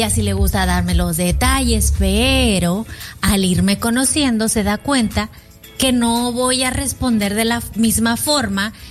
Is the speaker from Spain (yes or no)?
no; Mexico; Para mí como mexicana